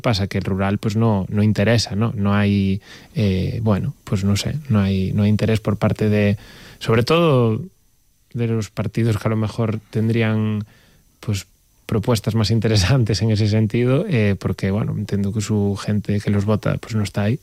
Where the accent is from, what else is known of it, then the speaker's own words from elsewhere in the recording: Baio, Galicia, Spain; yo soy de un pueblo que es Baio, la Costa de la Morte, en la otra punta de Galicia